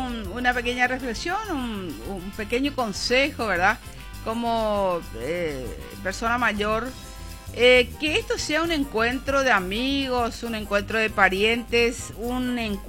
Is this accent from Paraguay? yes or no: yes; Ciudad del Este, Alto Paraná, Paraguay; todos somos ciudadanos aquí de Ciudad del Este